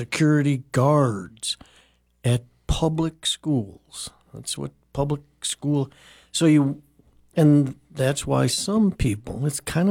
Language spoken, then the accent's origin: English; Chicago, Illinois, United States; when I grew up in Chicago, you would just go home for lunch and then walk back because there was like a school every 300 feet.